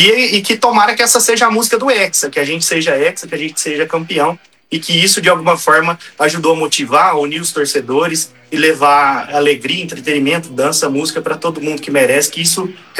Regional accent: Brazil

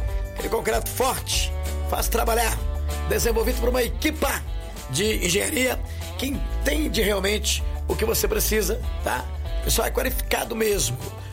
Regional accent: Descalvado, São Paulo, Brazil; Descalvado, Bezerra Paz, 343, lá na minha terra querida, amada, inesquecível, onde tudo começou em minha vida.

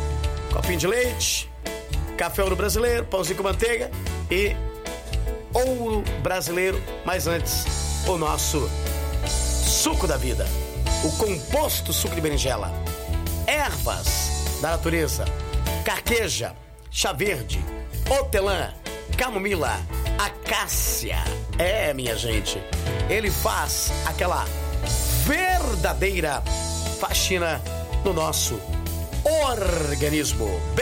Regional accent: Descalvado, São Paulo, Brazil; Descalvado, minha terra querida, inesquecível, amada, onde tudo começou em minha vida, 1983, na Farmácia São Paulo, você encontra.

